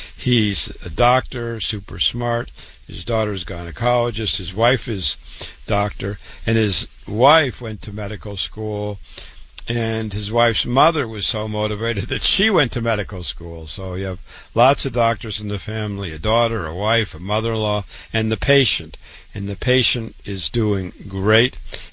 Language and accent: English; Waterloo, Iowa, United States; Born and raised in Waterloo, Iowa, board certified, triple board certified, went to public school